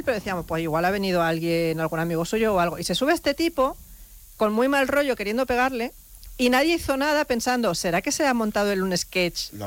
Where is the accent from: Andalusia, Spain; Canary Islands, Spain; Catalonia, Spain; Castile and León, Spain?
Catalonia, Spain; Y como catalana